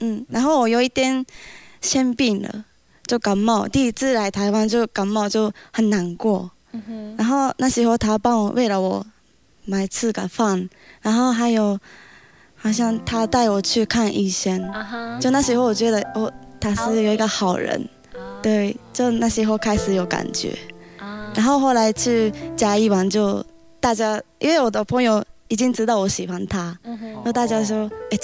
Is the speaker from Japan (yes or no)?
yes; Japan; Chinese is a second language; moved away as an adult; now in Taiwan; 因为我是日本人吧，然后我念完书就要回日本，